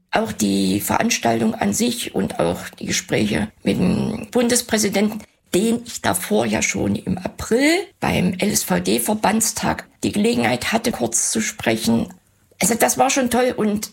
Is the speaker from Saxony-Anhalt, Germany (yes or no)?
yes; Halle, Saxony-Anhalt, Germany; Da ich einen Großteil meiner Kindheit im Umfeld von Halle verbracht habe, also in den Dörfern rund um Halle, erweiterter Speckgürtel